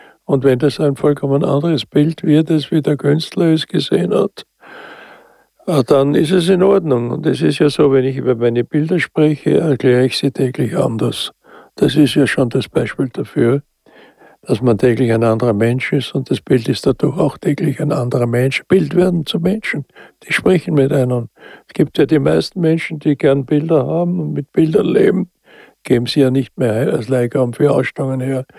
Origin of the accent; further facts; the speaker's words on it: Austria; Also, das ist mein Heimatland und ich bin natürlich Mitteleuropäer, das ist klar.